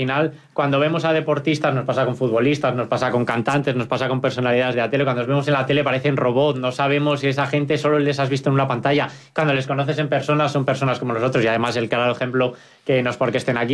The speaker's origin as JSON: {"language": "Spanish", "town": "Toro", "region": "Castile and León", "country": "Spain", "tie": "born or raised there", "said": "Si nos criamos en su pueblo, nos criamos en Toro, también podemos sacar a grandes campeones"}